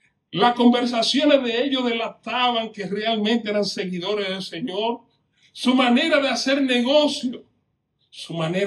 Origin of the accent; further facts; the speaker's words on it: Dominican Republic; En mi país, en la República Dominicana, hay un grupo élite formado hace ya muchos años, los cazadores de montañas